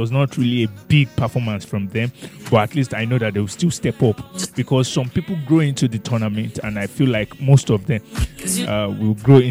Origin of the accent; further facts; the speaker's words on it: Nigeria; as a Nigerian.